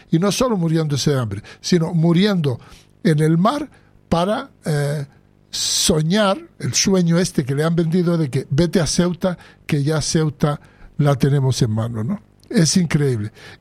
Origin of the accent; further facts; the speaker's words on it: Western Sahara; Nosotros entendemos perfectamente, porque conocemos ya el ente marroquí y sabemos cómo Marruecos trata a los saharauis, que nunca hemos sido marroquíes, que son unos extranjeros que han ocupado nuestra tierra